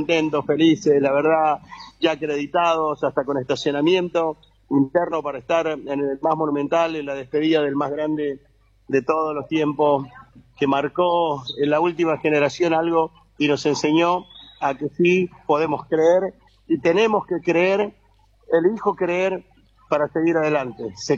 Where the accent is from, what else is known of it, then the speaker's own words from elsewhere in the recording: La Rioja, Argentina; nosotros, que somos de Chape la Rioja, que representamos la provincia